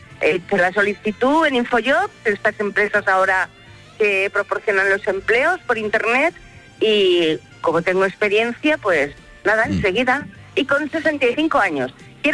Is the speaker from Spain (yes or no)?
yes; Torrent, Valencian Community, Spain; Yo vengo de Torrent, por ejemplo, que estoy a 25, 28 kilómetros.